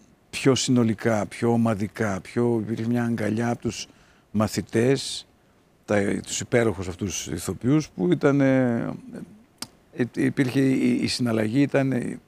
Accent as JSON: {"language": "Greek", "town": "Thessaloniki", "region": "Central Macedonia", "country": "Greece", "tie": "born or raised there", "said": "γιατί είμαι Θεσσαλονικιός."}